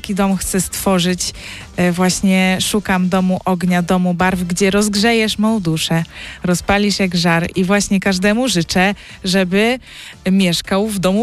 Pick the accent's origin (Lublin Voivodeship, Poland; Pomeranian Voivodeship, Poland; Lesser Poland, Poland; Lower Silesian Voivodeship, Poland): Lublin Voivodeship, Poland; Lublin; moved away as an adult; now in Warsaw, Poland; Dzisiaj przyjechałam z Warszawy, bo akurat aktualnie mieszkam w Warszawie, ale pochodzę z Lublina i tam właśnie studiowałam.